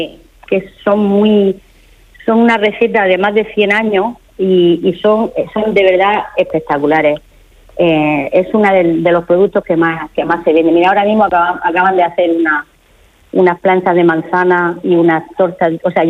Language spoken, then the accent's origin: Spanish; Cartagena, Region of Murcia, Spain; Somos cartageneros, pero el higo, eso es muy muy murcianico